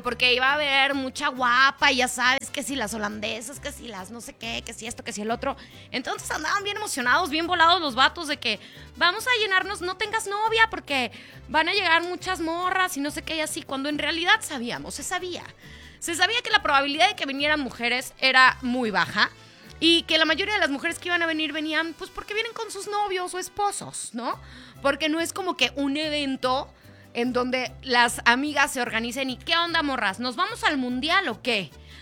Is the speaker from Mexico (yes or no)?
yes; Mexico; nosotras como mexicanas